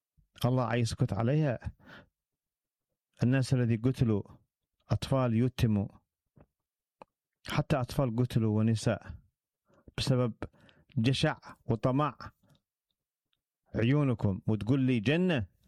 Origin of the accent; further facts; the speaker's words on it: Yemen; انا مسيحي يمني